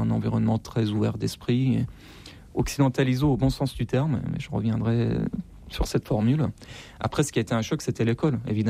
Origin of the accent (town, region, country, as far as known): Iran; born or raised there